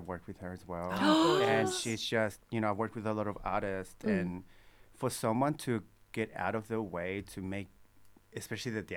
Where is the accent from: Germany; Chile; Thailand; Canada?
Chile; moved away; I'm from Chile.